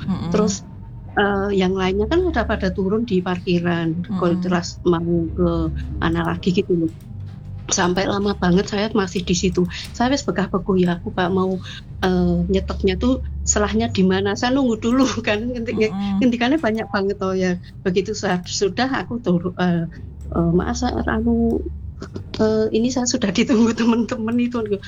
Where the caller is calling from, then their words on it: Surakarta, Central Java, Indonesia; Dari Solo, saya bilang gitu.